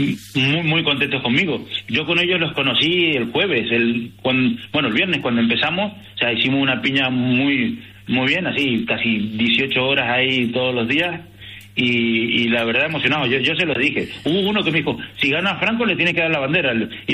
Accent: Argentina; Como argentino, yo creo que es nuestro mejor embajador.

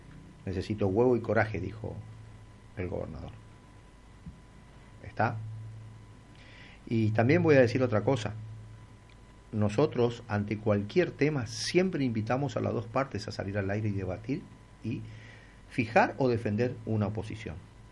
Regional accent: Argentina; Yo como argentino quiero ganar.

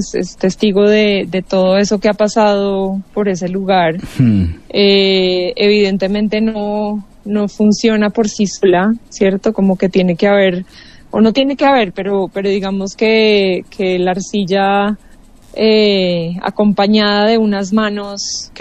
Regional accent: Colombia; como latinoamericana, como colombiana

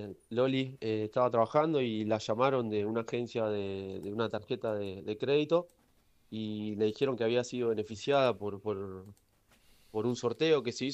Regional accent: Argentina; como somos los argentinos

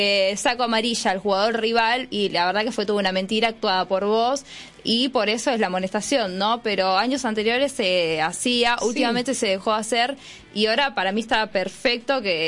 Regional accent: Argentina; como somos los argentinos

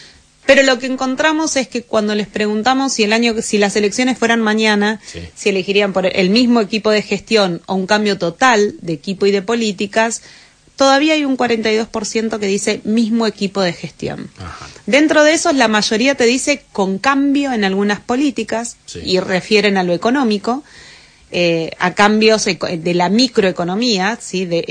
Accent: Argentina; todos somos argentinos

